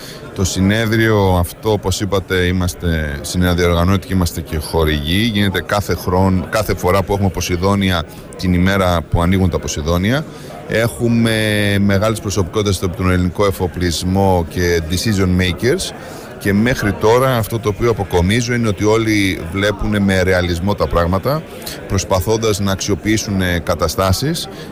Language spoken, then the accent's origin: Greek; Greece